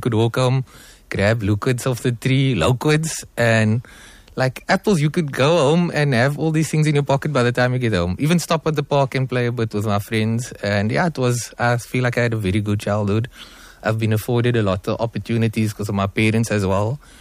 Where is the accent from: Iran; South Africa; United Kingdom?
South Africa; Cape Town, Western Cape; I'm born and raised right here in Athlone, not too far from the radio station.